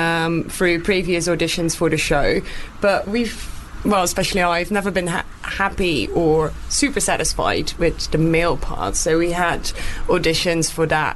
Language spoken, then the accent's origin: English; Netherlands; moved away; because I'm from the Netherlands